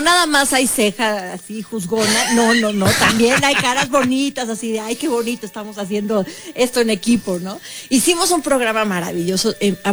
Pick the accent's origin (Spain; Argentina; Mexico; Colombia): Mexico; Coyoacán, Mexico City; A ver, pero yo soy de Coyoacán, yo soy mexicana, como el nopal.